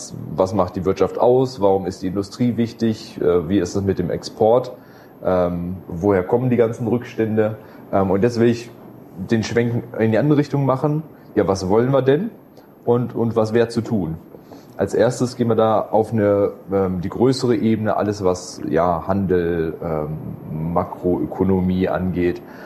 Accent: Stuttgart, Baden-Württemberg, Germany; als Stuttgarter muss ich sagen

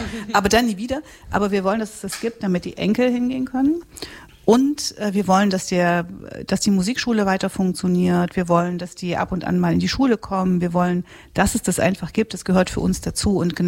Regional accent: Thuringia, Germany; Also ich habe ganz lange für den Erhalt der Theater in den 90ern gekämpft in meinem Heimatland Thüringen

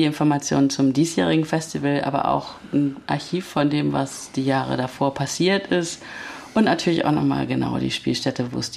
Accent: Berlin, Germany; Ich wollte gerade als Berlinerin sagen

